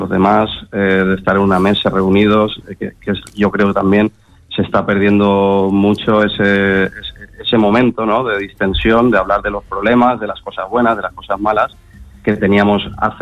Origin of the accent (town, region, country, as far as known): Valencia, Valencian Community, Spain